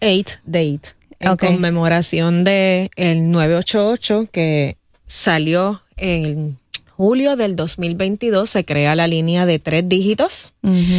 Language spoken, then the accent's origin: Spanish; Puerto Rico; Y podemos echarnos así la pata como puertorriqueños.